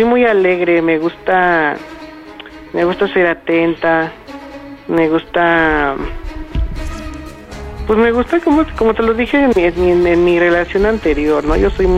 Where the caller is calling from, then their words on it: Naucalpan, State of Mexico, Mexico; Soy de aquí, de Naucalpan.